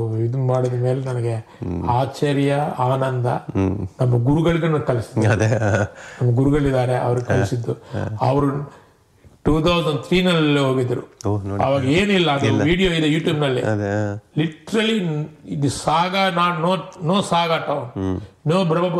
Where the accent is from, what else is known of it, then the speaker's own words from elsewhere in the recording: Tibet, China; born there; Kannada is a second language; moved away; ನಾವು ಟಿಬೆಟ್ನವರು ಇಲ್ಲೇ ಹುಟ್ಟಿರೋದು